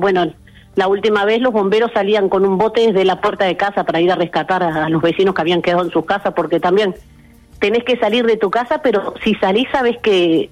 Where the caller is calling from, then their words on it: San José de Mayo, San José, Uruguay; de San José de Mayo.